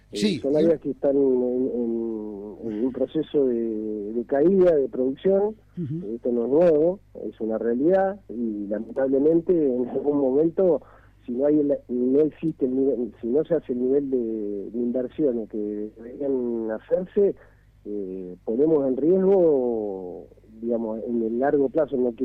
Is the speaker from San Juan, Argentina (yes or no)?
no; Río Grande, Tierra del Fuego, Argentina; nosotros nos criamos en el Río Grande, íbamos a la pileta de YPF los veranos.